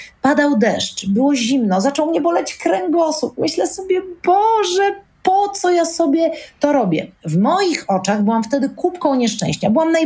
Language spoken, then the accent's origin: Polish; Warsaw, Masovian Voivodeship, Poland; mimo że się urodziłam, wychowałam, studiowałam w Warszawie